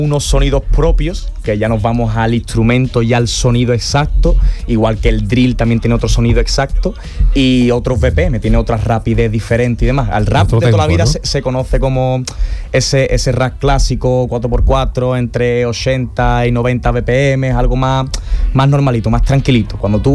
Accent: Spain; que somos los primeros españoles, por lo menos que he visto yo, en hacer esa temática de vídeo

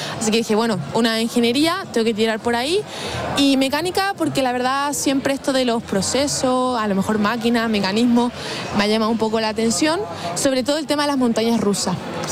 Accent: Chile; now in Almería, Spain; Y aparte también era de los países que nos ofrecía una visa mejor para nosotros, como para mi familia y como chilenos. Entonces decidimos venir aquí a España, principalmente a Almería, por casualidad.

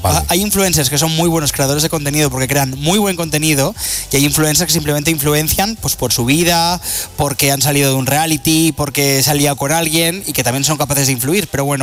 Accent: Madrid, Community of Madrid, Spain; yo que soy de Madrid, todo pasa en Madrid.

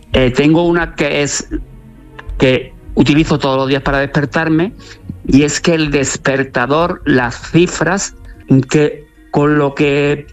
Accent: Córdoba, Andalusia, Spain; el del niño de barrio en Córdoba, en mi ciudad natal, ese niño de San Agustín, de San Lorenzo, que vivía en una familia terriblemente humilde

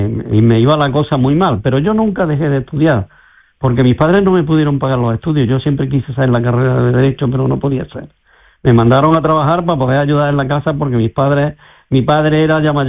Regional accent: Córdoba, Andalusia, Spain; porque yo vivo en Córdoba, soy de Córdoba.

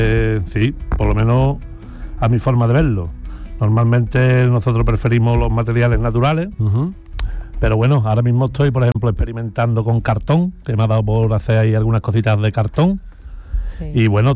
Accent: San Fernando, Andalusia, Spain; yo desde pequeño, nací en San Fernando, como bien habéis dicho, en la isla

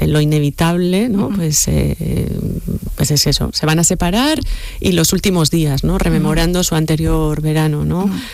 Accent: Errenteria, Basque Country, Spain; Yo soy de Rentería

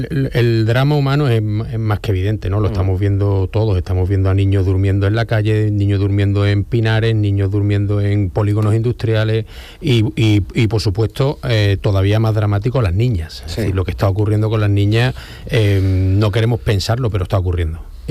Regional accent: Spain; A mí como español

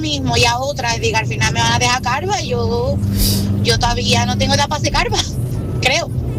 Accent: Seville, Andalusia, Spain

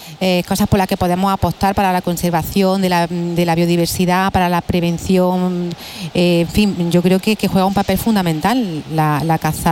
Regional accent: Lopera, Andalusia, Spain; en mi pueblo, por ejemplo, un pueblo de pequeño como El Ópera

